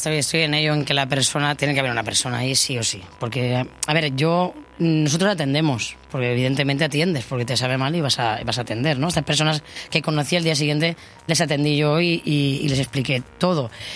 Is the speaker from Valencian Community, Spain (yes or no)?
yes; Polop, Valencian Community, Spain; yo evidentemente sé que quiero vender de mi pueblo.